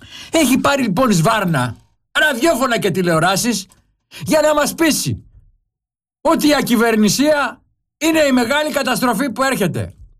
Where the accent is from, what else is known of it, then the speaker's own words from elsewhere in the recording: Piraeus, Attica, Greece; εμείς μεγαλώσαμε στον Πειραιά τότε.